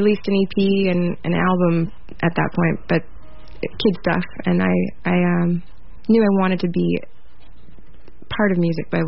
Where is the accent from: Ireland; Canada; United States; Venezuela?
United States; Proctor, Vermont; moved away as an adult; now in New York City, United States; I was born and raised in Vermont.